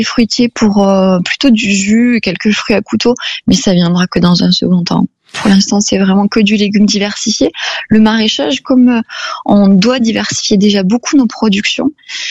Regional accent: Occitanie, France; moved away as an adult; Je suis née et j'ai grandi en Aveyron. Après, j'ai fait mes études à Toulouse, puis à Lille, dans le Nord, pour l'orthophonie. Et voilà. Donc, je suis revenue d'Amérique du Sud

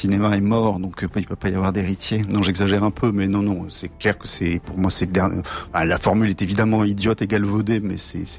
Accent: Normandy, France; comme je suis normand

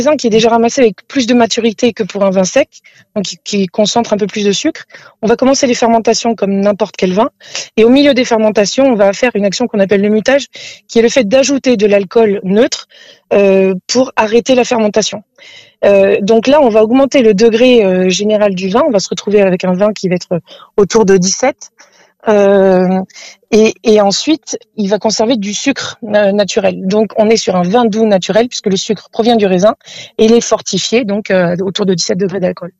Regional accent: Rhône Valley, France; now in Côte Vermeille, France; je suis originaire de la Vallée du Rhône.

